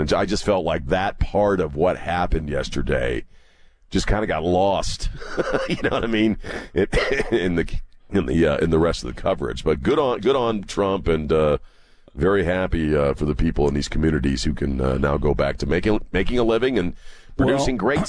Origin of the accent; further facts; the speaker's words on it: United States; I grew up on Chesapeake Bay and the coast of the East Coast.